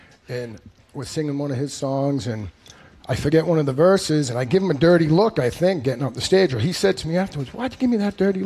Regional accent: Quincy, Massachusetts, United States; I'm from Boston, Massachusetts. Well, Quincy, actually. So technically, I'm a townie, but a townie from Quincy.

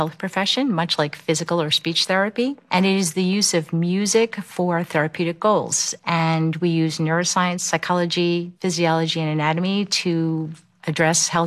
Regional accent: New Jersey, United States; now in Boston, United States; I grew up on the Jersey Shore. I now live on the South Shore of Boston

